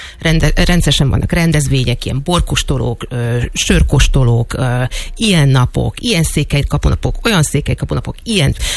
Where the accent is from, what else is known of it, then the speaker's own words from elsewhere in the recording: Budapest, Hungary; vagyok Vekkelei, hogy mi 3 évvel ezelőtt, ugye mi egy utcával feljebb költöztünk, tehát mi gyakorlatilag kiköltöztünk Vekkerléről. Tehát én most már kispesti vagyok